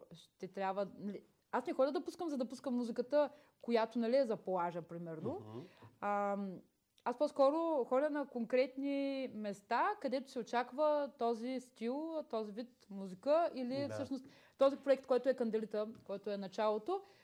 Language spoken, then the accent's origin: Bulgarian; Varna, Varna Province, Bulgaria; now in Plovdiv, Bulgaria; И тя и аз сме от Варна.